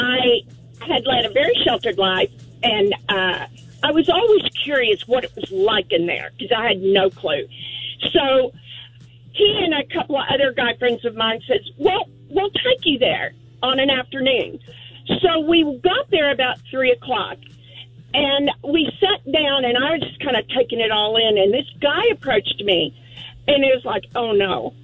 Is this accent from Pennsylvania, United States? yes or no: no; Dallas, Texas, United States; Well, years and years ago, I was born and raised in Dallas